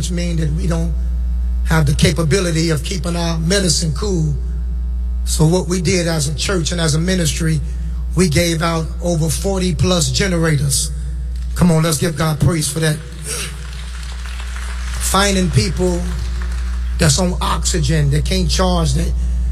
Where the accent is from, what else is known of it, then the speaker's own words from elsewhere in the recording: Gary, Indiana, United States; I'm born and raised in Gary, Indiana, and the city that I love and adore.